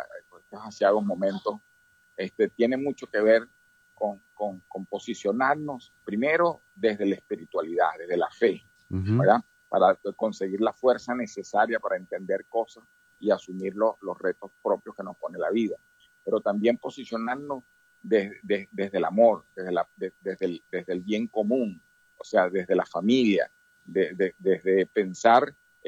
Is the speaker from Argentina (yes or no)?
no; Venezuela; como ciudadano común, como venezolano